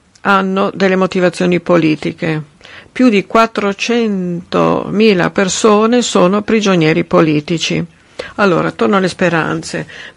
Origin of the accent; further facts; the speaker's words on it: Russia; Io sono una cittadina russa